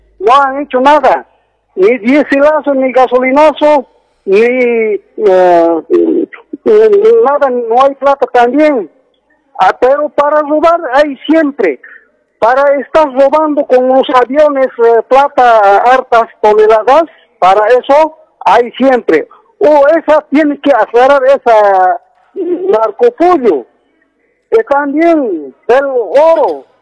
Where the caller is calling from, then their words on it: Bolivia; soy de Tinteneño.